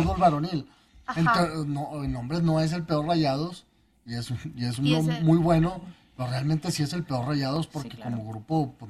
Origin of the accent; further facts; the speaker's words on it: Asturias, Spain; No, yo soy de Asturias, pero... No tengo nada contra los españoles